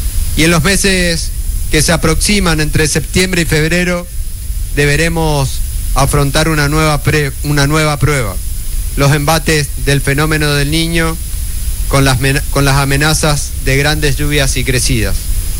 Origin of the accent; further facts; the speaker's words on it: Corrientes, Argentina; Todos somos correntinos y todos somos argentinos.